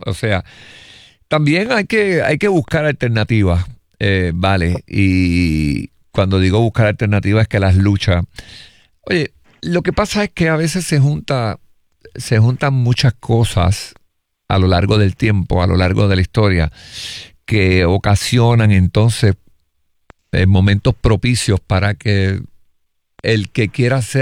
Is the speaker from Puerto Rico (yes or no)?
yes; Puerto Rico; yo me considero muy puertorriqueño